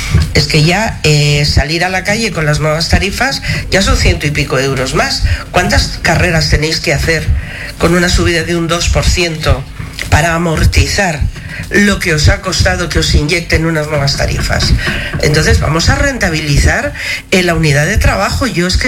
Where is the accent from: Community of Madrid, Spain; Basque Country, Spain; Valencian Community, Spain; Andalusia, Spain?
Community of Madrid, Spain; Madrid; yo vivía en la calle Ortega y Gasset 45.